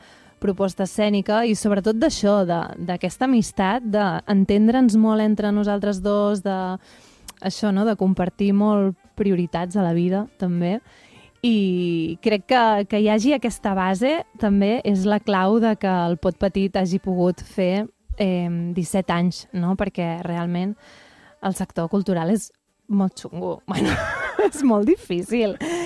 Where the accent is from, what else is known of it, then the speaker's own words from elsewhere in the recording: Castelló d'Empúries, Catalonia, Spain; also born or lived in Roses; Clar, jo vaig néixer a Roses, però amb 5 anys me'n vaig anar a Castelló d'Empúries